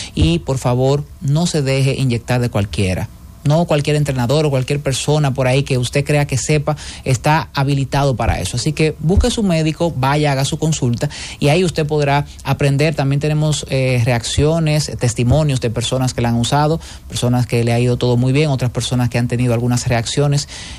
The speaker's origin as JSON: {"language": "Spanish", "town": "Cabrera", "region": "María Trinidad Sánchez", "country": "Dominican Republic", "tie": "born or raised there", "said": "Cabrera, conociendo ese hermoso pueblo, mi pueblo natal"}